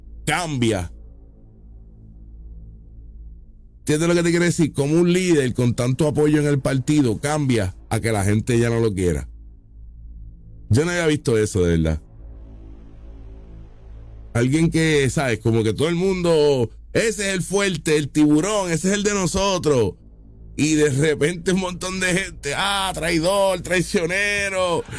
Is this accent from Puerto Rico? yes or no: yes; Puerto Rico; Yo soy boricua. Boricua soy.